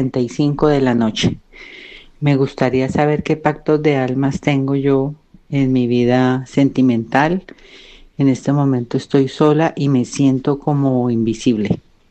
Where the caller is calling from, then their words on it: Spain; Te llamo desde España.